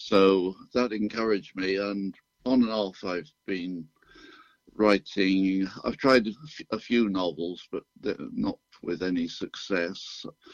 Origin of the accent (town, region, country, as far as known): United Kingdom; born or raised there; moved away as an adult; now in St. John's, Canada